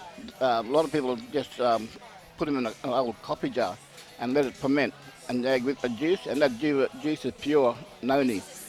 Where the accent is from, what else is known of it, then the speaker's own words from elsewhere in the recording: Umbunji, Queensland, Australia; also born or lived in Yarrabah; I'm an elder from the Kanganji, Kanganji tribe in Yarrabah. Yes. Born in Yarrabah, the old hospital. Grew up at a place called Umbunji. So that makes me connected to the land.